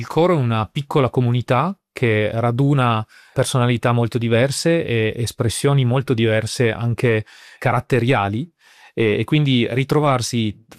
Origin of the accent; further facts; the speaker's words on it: Piedmont, Italy; Sono originario della provincia di Cuneo